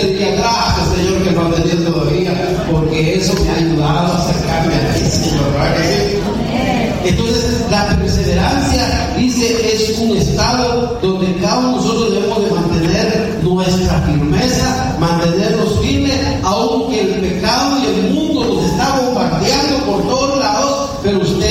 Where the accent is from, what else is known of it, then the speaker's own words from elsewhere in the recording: Guatemala; yo soy de Guatemala, pero hemos sido de instituciones cristianas